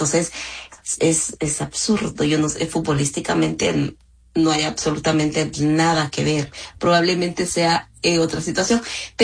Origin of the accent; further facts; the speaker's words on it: El Salvador; moved away as an adult; now in Los Angeles, United States; Cuando yo vine de El Salvador acá, vine, ajá, a trabajar al consulado.